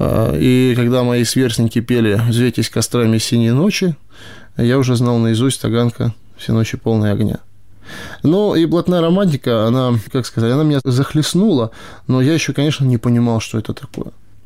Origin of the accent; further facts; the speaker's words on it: Moscow, Russia; moved away as an adult; now in Kharkiv, Ukraine; Я из Москвы. Здесь, в Харькове, тружусь 2 года.